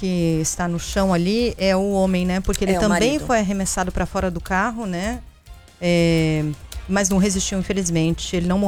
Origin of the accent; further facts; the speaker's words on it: São Paulo, Brazil; Eu sou muito paulistana pra isso.